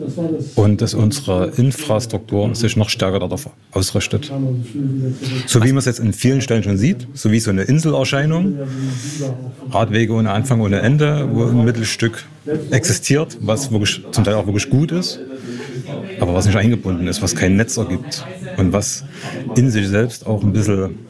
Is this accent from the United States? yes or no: no; Hohenstein-Ernstthal, Saxony, Germany; ich komme aus Hohenstein-Ernstthal. Das liegt dort, wo Martin gerade die Rennstrecke beschrieben hat, am Sachsenring